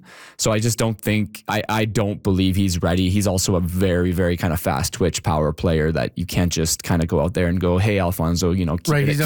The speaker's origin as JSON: {"language": "English", "town": "Vancouver", "region": "British Columbia", "country": "Canada", "moved": "yes", "said": "I'm from Vancouver originally"}